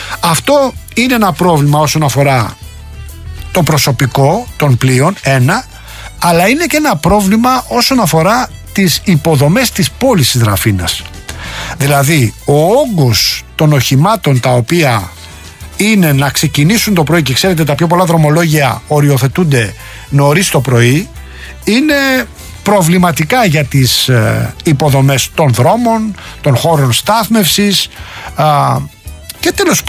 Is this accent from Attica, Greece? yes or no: yes; Rafina, Attica, Greece; εκεί στην πατρίδα μου, στο λιμάνι της Τραφίνας